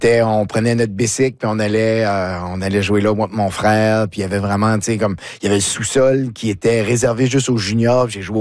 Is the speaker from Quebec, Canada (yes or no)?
no; McLeod, New Brunswick, Canada; J'ai aimé surtout le fait que tu as dit que j'étais originaire de McLeod.